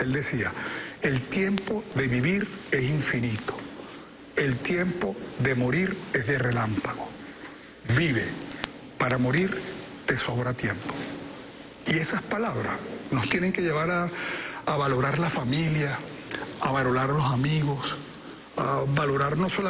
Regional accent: Caracas, Capital District, Venezuela; es el renacimiento de nosotros como individuos, como venezolanos. El hecho que yo esté aquí hablando, yo voy a nacer otra vez. Yo apuesto que muchos de ustedes, gran parte de los caraqueños, volvimos y digo de los caraqueños

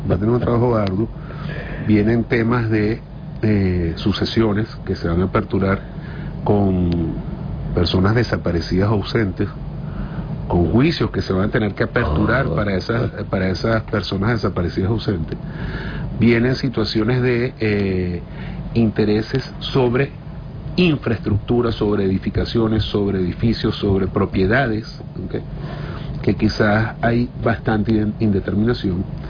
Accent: Venezuela; Esta es una oportunidad para sentarse como venezolanos a replantearnos en La Guaira

